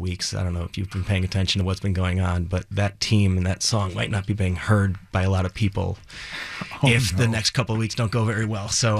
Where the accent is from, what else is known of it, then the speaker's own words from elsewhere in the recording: Cleveland, Ohio, United States; moved away as an adult; now in Los Angeles, United States; I'm born and raised in Cleveland, Ohio. I've been out here for 20 years.